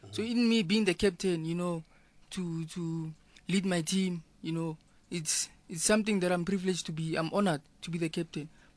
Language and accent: English; Pretoria, Gauteng, South Africa; I'm from Pretoria, Proclamation Hill.